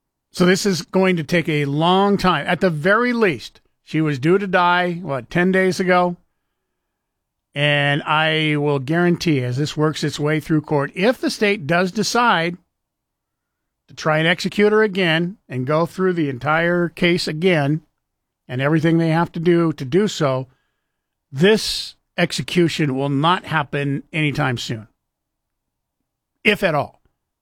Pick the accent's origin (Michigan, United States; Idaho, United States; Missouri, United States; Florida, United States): Idaho, United States; Moscow; born there; now in Treasure Valley, United States; I was born in Moscow.